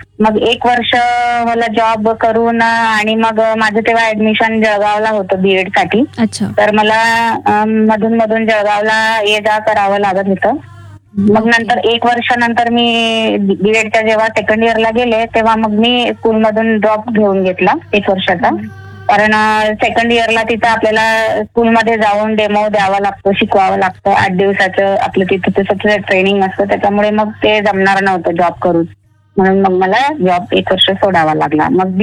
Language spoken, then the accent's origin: Marathi; Muktainagar, Maharashtra, India; moved away as an adult; also born or lived in Varangaon, Jalgaon district; now in Gujarat, India; तशी जळगाव जिल्ह्यातील भुसावळ तालुक्यातील वरणगाव आहे तिथले आहे. माझं सासर तिथलं आहे आणि माहेर माझं भुसावळ तालुक्यातले मुक्ताईनगर इथलं माहेर आहे माझं.